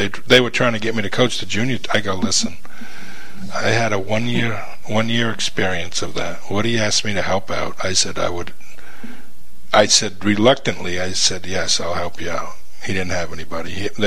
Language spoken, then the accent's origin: English; Kodiak, Alaska, United States; born there; I was born in Kodiak Island, yeah.